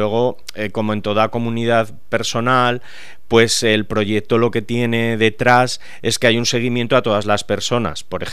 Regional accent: Aragon, Spain; now in Zaragoza, Spain; Cuando yo volví a Zaragoza hace 12 años, pues resulta que había personas que me pedían clase particular conmigo, como contratenor, como músico que soy, aragonés

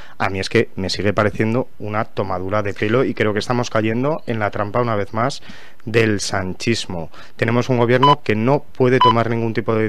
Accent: Spain; normalidad en el día a día de los ciudadanos de Ceuta, que eso es lo primero que nos tiene que preocupar como españoles.

